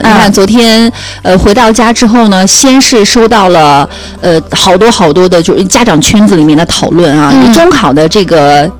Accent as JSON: {"language": "Chinese", "town": "Urumqi", "region": "Xinjiang", "country": "China", "tie": "born or raised there", "said": "我的家乡如此之有吸引力"}